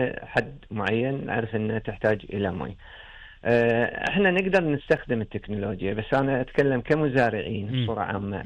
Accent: Kuwait

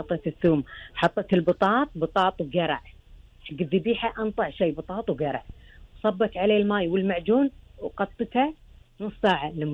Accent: Kuwait; مو أنا عشان ديرتي، الناس قاعد يقولون هالكلام. مكبوس الكويتي صح أصلا

